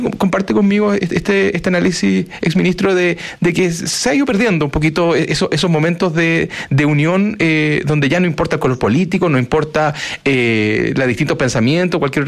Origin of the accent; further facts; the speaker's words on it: Concepción, Biobío, Chile; Y yo, que soy de Concepción